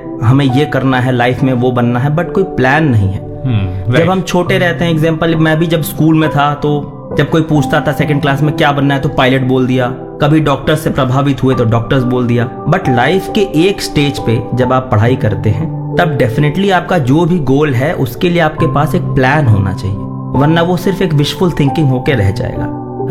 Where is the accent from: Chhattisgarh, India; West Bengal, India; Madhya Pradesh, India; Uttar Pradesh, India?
Uttar Pradesh, India; Azamgarh; born there; और पैदाइश की अगर बात करें तो आजमगढ़ जिले में मेरी पैदाइश हुई थी।